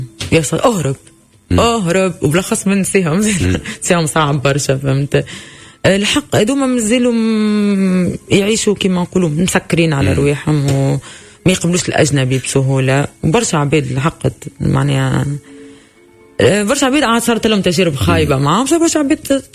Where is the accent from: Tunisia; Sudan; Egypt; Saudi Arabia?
Tunisia; moved away as an adult; now in South Korea; انت منين انا نقول له تونس